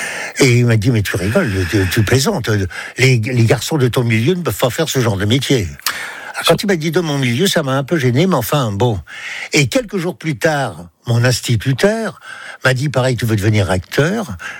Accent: Paris, Île-de-France, France; Je suis né à Paris dans le 14e, j'ai passé mon enfance dans le 11e arrondissement.

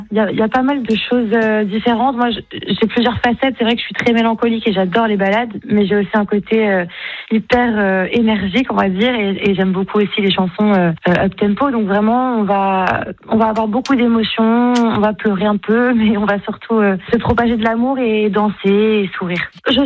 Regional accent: Nice, Provence-Alpes-Côte d'Azur, France; moi, je viens de Nice. Après, j'ai beaucoup de famille à Marseille.

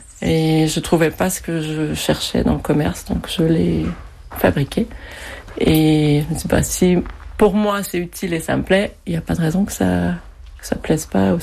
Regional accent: Montreal, Quebec, Canada; moved away as an adult; now in Corsica, France; J'ai vécu toute mon enfance à Montréal et j'ai eu envie de découvrir autre chose, de partir à l'aventure. Donc en France, et la vie m'a amenée en Corse. Et donc maintenant ça fait 13 ans.

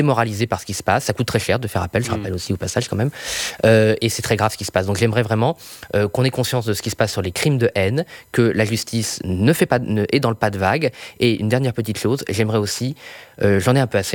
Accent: Brittany, France; Vous voyez, moi, je suis breton, je suis superstitieux, donc j'essaie de limiter mes rêves.

